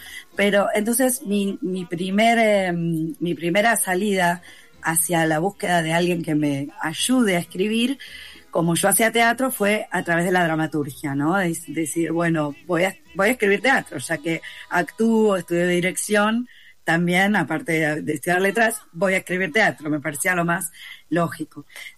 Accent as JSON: {"language": "Spanish", "town": "Lanús", "region": "Buenos Aires Province", "country": "Argentina", "tie": "born there"}